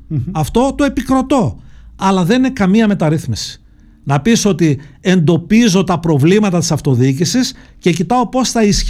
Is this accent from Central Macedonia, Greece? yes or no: no; Nestorio, Western Macedonia, Greece; Τώρα έτυχε να είμαι εγώ από τον Νεστόριο.